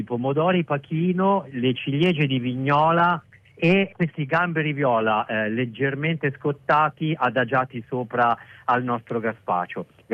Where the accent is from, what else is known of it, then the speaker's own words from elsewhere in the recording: Milan, Lombardy, Italy; born there; Io sono nato a Milano